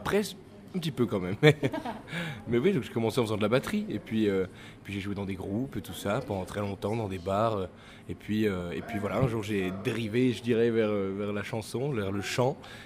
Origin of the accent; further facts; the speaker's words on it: Mons, Wallonia, Belgium; now in Brussels, Belgium; Oui, c'est ça, je viens de Mons, mais j'habite à Bruxelles là, pour l'instant.